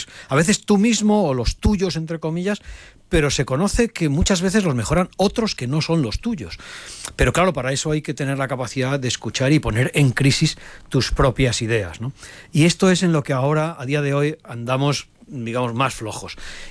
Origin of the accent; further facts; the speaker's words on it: León, Castile and León, Spain; yo soy Cazurro de León